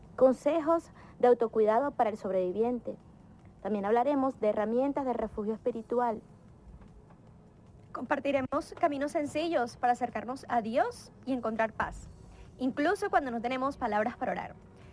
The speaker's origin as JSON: {"language": "Spanish", "country": "Venezuela", "said": "lo que estamos pasando como venezolanos"}